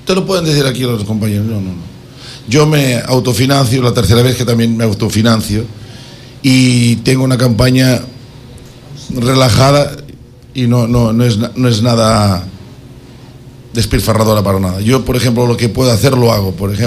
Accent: Ecuador; Es que no me digan que no soy ecuatoriano, no puedo.

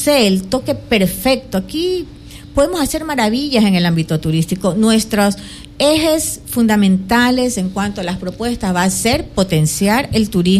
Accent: Babahoyo, Los Ríos, Ecuador; Yo soy de Babahoyo

